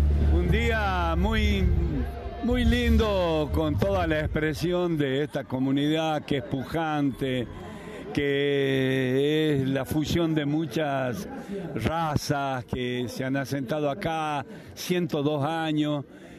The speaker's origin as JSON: {"language": "Spanish", "region": "Salta", "country": "Argentina", "said": "podemos encontrarnos los salteños"}